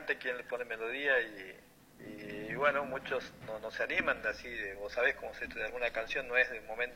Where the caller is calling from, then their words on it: Bandera, Santiago del Estero, Argentina; Día primaveral en este momento aquí en Bandera.